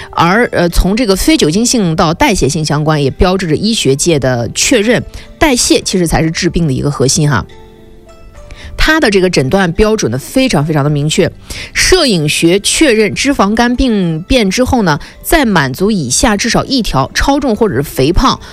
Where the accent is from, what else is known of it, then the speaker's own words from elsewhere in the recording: China; 这个是我们中国人